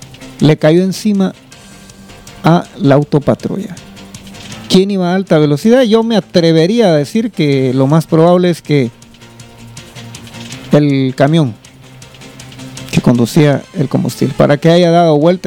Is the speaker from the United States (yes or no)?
no; Guatemala